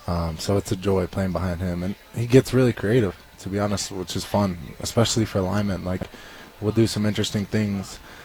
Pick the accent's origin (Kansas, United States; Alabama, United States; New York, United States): Kansas, United States; Lawrence; like right in my hometown